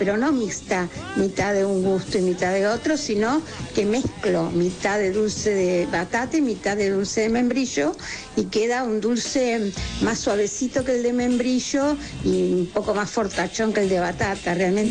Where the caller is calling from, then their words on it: Palermo, Buenos Aires, Argentina; mi DNI termina en 257 y vivo en Palermo